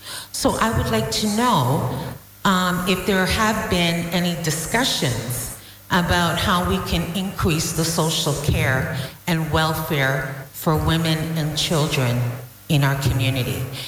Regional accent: Toronto, Ontario, Canada; now in St. John's; I'm from Toronto originally, but I'm currently living in St. John's.

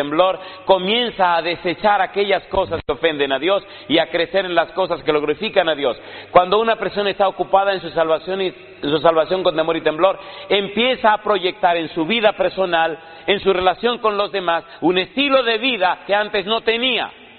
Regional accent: Dominican Republic; moved away

